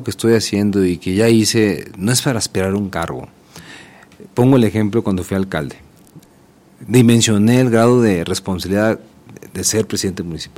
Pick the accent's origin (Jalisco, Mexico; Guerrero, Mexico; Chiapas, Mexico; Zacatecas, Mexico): Zacatecas, Mexico